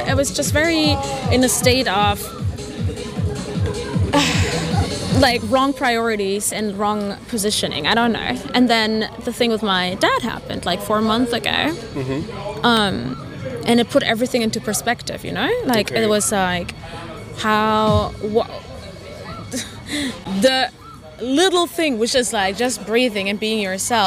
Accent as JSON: {"language": "English", "country": "Germany", "tie": "born or raised there", "said": "my parents are from Ethiopia and I grew up quite poor in Germany"}